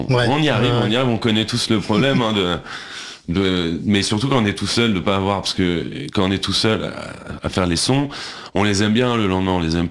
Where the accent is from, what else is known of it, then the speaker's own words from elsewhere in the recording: Paris, Île-de-France, France; En fait, je suis né à Paris